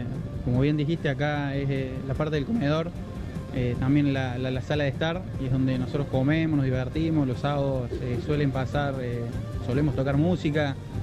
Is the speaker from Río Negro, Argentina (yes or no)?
no; Córdoba, Argentina; soy de Córdoba, capital, el barrio de Ciudad de Mis Sueños, está cerca de Toledo. Tengo 23 años